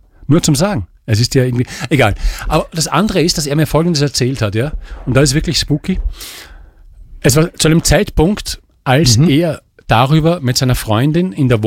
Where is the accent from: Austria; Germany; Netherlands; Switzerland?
Austria; Vienna; ich hasse es dort speziell, weil es halt dort ist, wo ich herkomme und so.